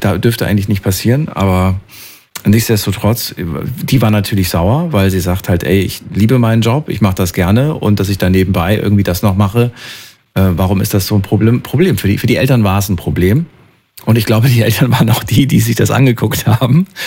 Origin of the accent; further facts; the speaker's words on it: Thuringia, Germany; Früher, also bin ja aus Thüringen und so weiter. Und da war FKK ganz normal, ne? in der ehemaligen DDR.